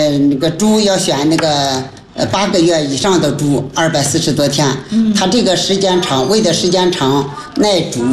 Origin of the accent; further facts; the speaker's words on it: Dingzhou, Hebei, China; moved away as an adult; now in Zhangjiakou, China; 我是那河北定州人，那个1975年嫁到了这个郭家